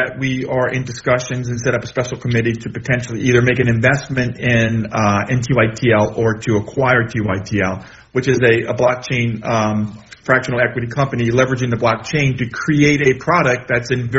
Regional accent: New Orleans, Louisiana, United States; I'm from New Orleans.

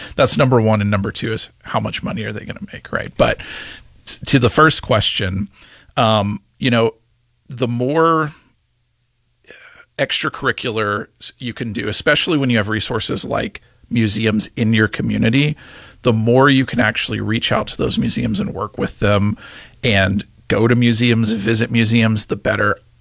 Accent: Texas, United States; moved away as an adult; also born or lived in Kansas; now in Northeast Wisconsin, United States; Right. So, yeah, I'm a Texas native. I graduated from Texas State, as I mentioned, and I worked at the University of Texas for about 5 years before pursuing my master's degree. And that took me north into Kansas.

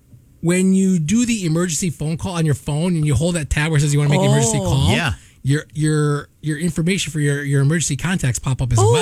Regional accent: Chicago, Illinois, United States; I'm a citizen born and raised in Chicago

